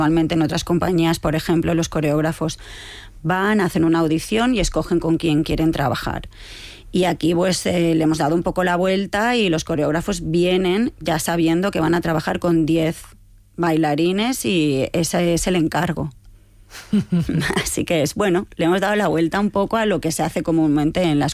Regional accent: Spain

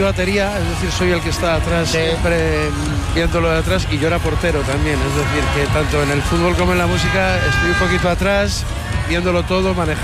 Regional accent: Bilbao, Basque Country, Spain; Soy de Bilbao y me gustaba mucho el Barça.

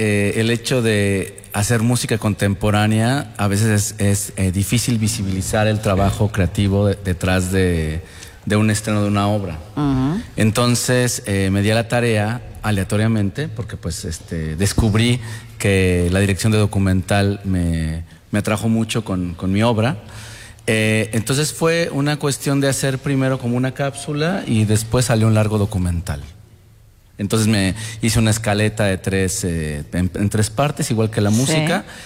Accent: Mexico; moved away; yo empecé a estudiar guitarra clásica en mi país

